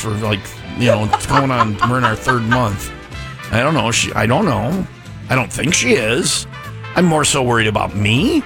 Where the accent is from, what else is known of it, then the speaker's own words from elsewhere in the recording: Burlington, United States; I grew up in Burlington.